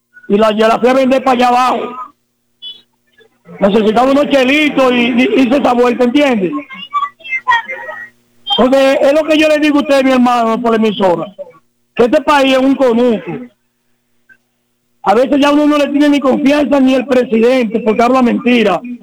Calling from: Dominican Republic; eso son cosas que irritan a uno como dominicano.

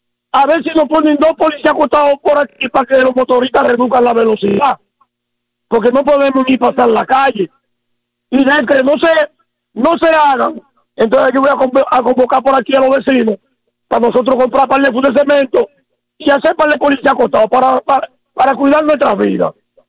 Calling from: Dominican Republic; todo lo que nos va a perjudicar a nosotros como dominicanos

